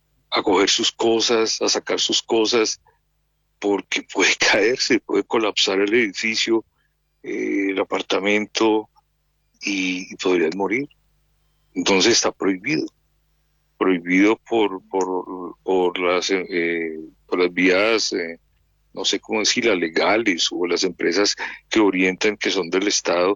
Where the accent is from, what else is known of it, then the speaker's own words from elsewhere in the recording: Colombia; como buenos colombianos, gente pujante, gente berraca, nos ayudamos unos entre otros